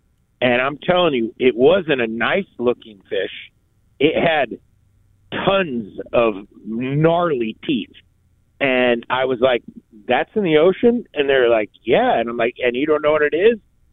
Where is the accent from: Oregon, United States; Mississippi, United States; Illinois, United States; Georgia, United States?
Oregon, United States; also born or lived in Southern California; my beaches experience are Southern California beaches, right? That was my first experience. And then moving to Oregon, I grew up on the Oregon coast.